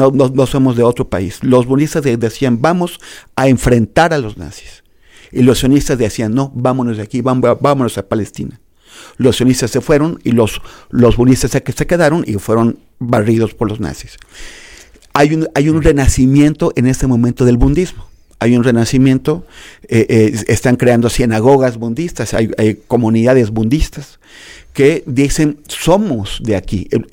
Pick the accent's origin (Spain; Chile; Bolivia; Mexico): Mexico; O sea, nosotros como mexicanos, sí.